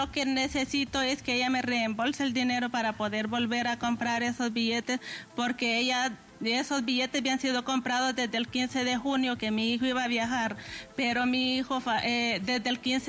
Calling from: Spain; Yo vivo en España, yo soy residente en España.

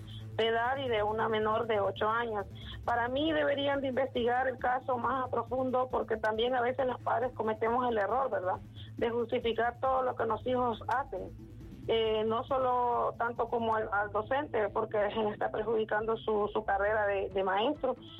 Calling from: Siguatepeque, Comayagua, Honduras; Les hablo desde Siguatepeque

